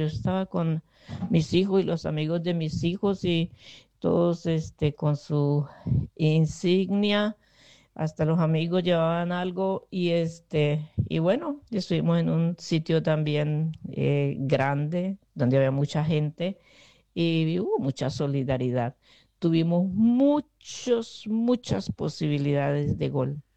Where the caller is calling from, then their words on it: Colombia; yo era la única colombiana allí en este recinto